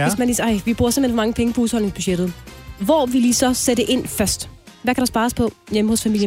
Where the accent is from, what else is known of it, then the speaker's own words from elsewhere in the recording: Haderslev, Region of Southern Denmark, Denmark; Jeg er fra Haderslev.